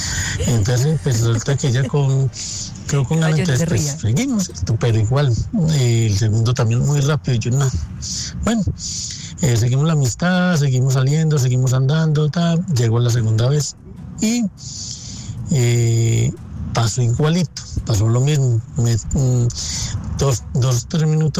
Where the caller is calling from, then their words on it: Manizales, Caldas, Colombia; Les saludo desde Manizales.